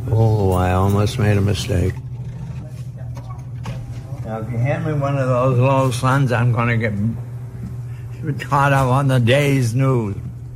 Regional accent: West Groton, Massachusetts, United States; from West Groton, and I run the little country store in the square.

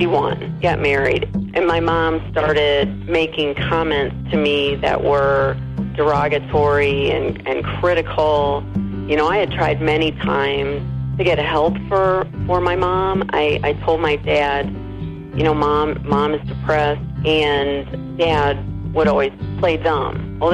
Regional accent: Washington, Missouri, United States; I grew up in Washington, Missouri.

